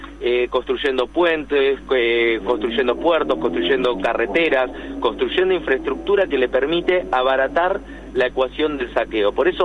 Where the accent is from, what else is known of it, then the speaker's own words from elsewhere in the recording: Argentina; Nosotros como argentinos